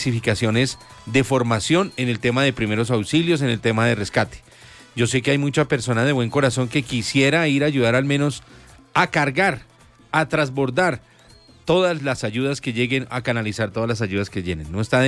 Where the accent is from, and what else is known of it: Colombia